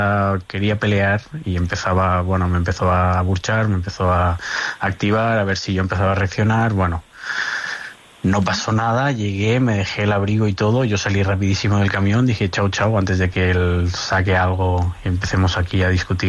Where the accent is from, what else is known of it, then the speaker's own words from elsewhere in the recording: Barcelona, Catalonia, Spain; Barcelona, catalán.